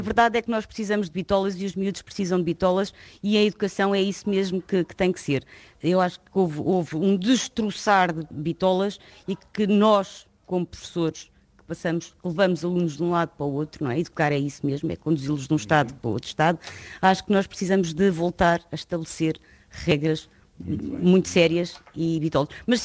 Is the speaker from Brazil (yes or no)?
no; Coimbra, Centro, Portugal; porque nós saímos completamente da nossa zona de conforto, porque eu venho de Coimbra.